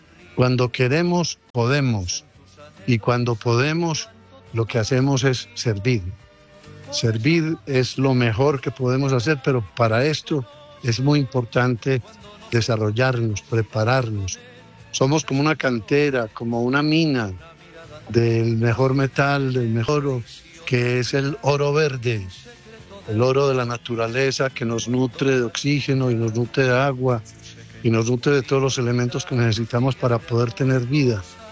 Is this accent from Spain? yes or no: no; Colombia; de que esta selección que somos todos los colombianos para el mundo